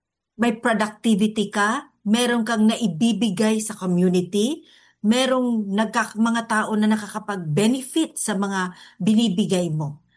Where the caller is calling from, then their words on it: Tacloban, Eastern Visayas, Philippines; I'm coming directly now from Tacloban City, no. I'm coming in right now from Tacloban City, Eastern Visayas.